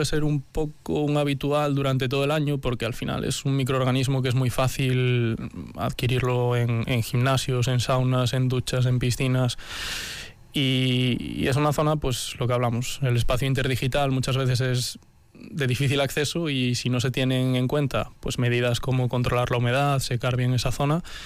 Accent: Galicia, Spain; yo que soy gallego siempre estoy con el depende en la boca.

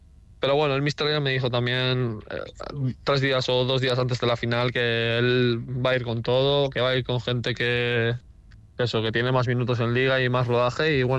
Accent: Basque Country, Spain; Y me dejo ayer mi repre que soy el primer vasco en ganar la Copa de Portugal, ¿eh?

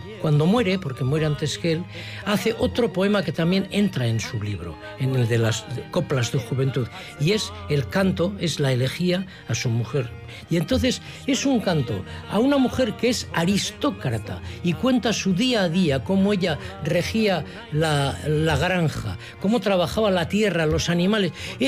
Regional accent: Bilbao, Basque Country, Spain; como bilbaíno lo tengo que decir así

